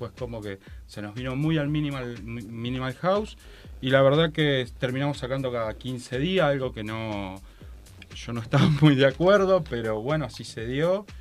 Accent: Paraná, Entre Ríos, Argentina; siendo que los dos somos de Paraná

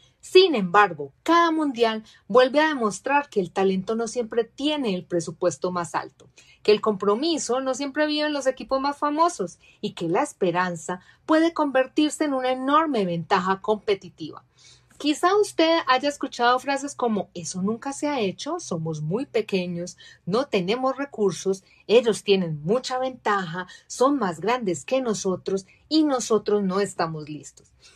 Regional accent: Colombia; born there; saben que soy de Colombia, es mi país de nacimiento

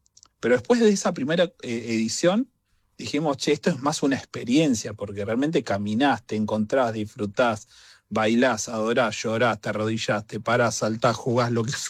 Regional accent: Azul, Buenos Aires Province, Argentina; born there; now in Buenos Aires, Argentina; yo nací en Azul, soy del interior también

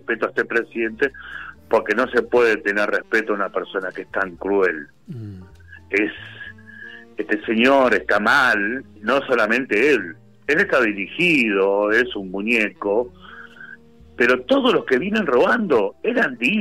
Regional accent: La Matanza, Buenos Aires Province, Argentina; yo soy bonaerense, soy de La Matanza

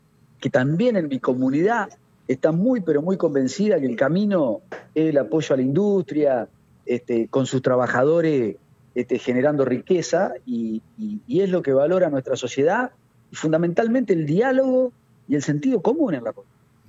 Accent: Argentina

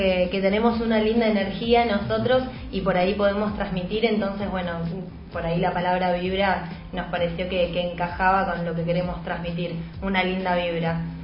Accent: General Roca, Río Negro, Argentina; moved away as an adult; now in Buenos Aires, Argentina; nosotros somos de Río Negro, de la ciudad de General Roca. Ajá. Yo estoy hace ya un mes acá en la ciudad de Buenos Aires

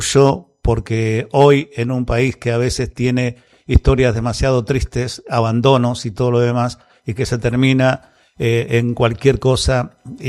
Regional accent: Argentina; somos argentinos

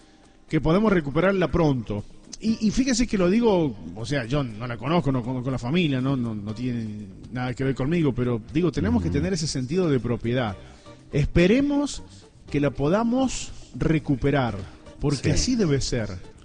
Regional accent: Villa Mercedes, San Luis, Argentina

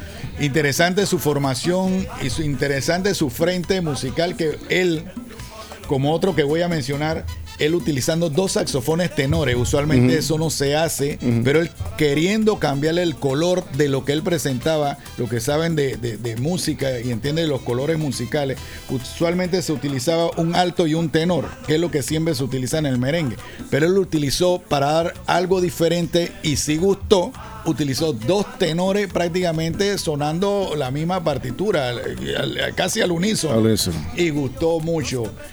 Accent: Panama; aparte de los dos panameños que quedamos, Ernesto Rapón y mi persona

